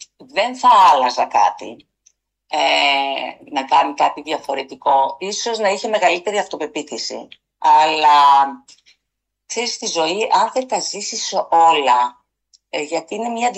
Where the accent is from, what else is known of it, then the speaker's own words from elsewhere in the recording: Thessaloniki, Central Macedonia, Greece; now in Athens, Greece; Έκανα μια εσωτερική μετανάστευση, έφυγα από τη Θεσσαλονίκη, πήγα στην Αθήνα.